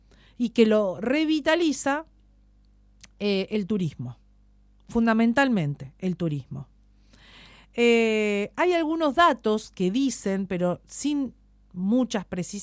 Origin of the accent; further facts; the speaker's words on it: Tierra del Fuego, Argentina; vengo de Tierra del Fuego, donde la realidad es otra